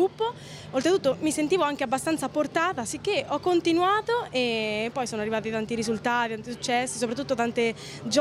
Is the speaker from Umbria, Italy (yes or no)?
yes; Spello, Umbria, Italy; born there; ha aperto una scuola bocce nel mio paese